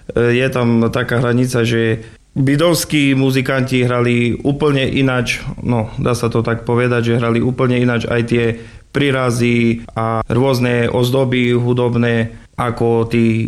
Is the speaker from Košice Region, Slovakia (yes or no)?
yes; Košice Region, Slovakia; keďže som Rusín. Piesne boli z obce vedľa mojej obce, takže z Poráča.